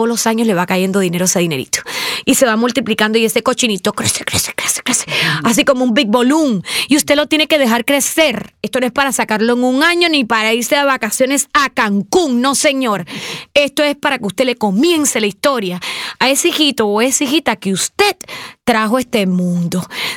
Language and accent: Spanish; Cuba; Una vez más, soy una cubana de corazón internacional, pero estos traumas de niña jamás se me olvidarán.